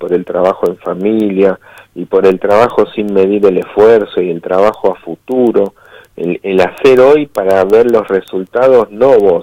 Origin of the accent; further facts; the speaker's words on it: Argentina; lo que sentimos como argentinos cuando juega la selección